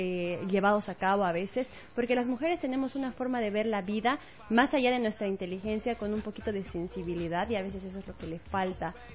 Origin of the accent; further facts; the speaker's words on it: Oruro, Bolivia; moved away as an adult; now in Cochabamba, Bolivia; amo mi tierra, amo mi carnaval